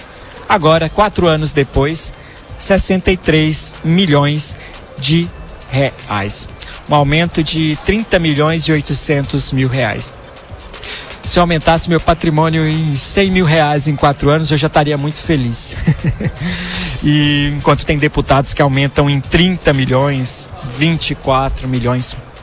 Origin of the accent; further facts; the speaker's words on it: Brazil; somos brasileiros, conhecemos a classe política brasileira